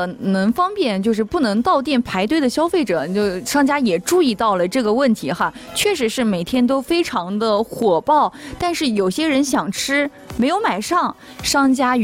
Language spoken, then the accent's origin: Chinese; Anhui, China; moved away; also born or lived in Shanghai